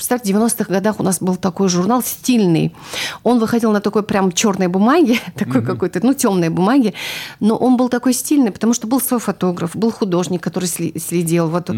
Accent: Dagestan, Russia

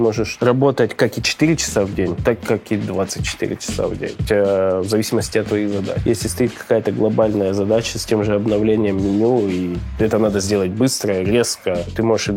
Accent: Krasnodar Krai, Russia; born there; Я родился на Кубани

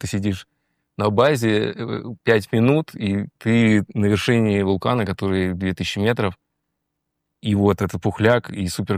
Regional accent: Kamchatka Krai, Russia; moved away; я родился на Камчатке, прожил первую часть своей жизни там.

